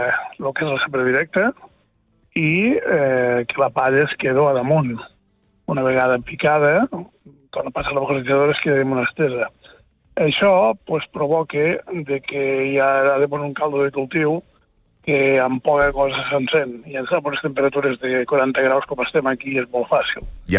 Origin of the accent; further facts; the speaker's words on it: Catalonia, Spain; jo soc de l'Illa, el Pla d'Urgell